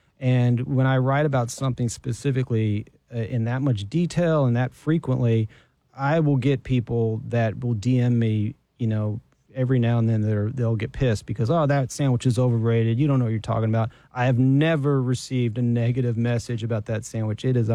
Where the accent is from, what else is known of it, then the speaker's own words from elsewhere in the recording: Texas, United States; Also, I'm from Texas, man. I'm a barbecue snob.